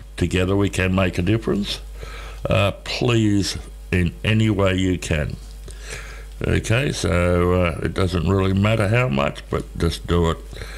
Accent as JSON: {"language": "English", "town": "Walgett", "region": "New South Wales", "country": "Australia", "tie": "born or raised there", "said": "After hearing the news, another lady in my hometown of Walgett has been diagnosed."}